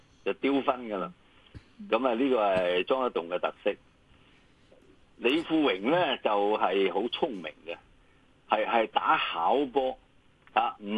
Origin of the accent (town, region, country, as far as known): Hong Kong